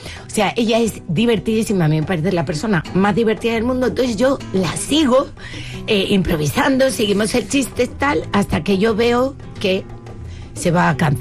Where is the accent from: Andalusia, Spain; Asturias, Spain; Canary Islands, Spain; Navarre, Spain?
Canary Islands, Spain; yo soy canaria.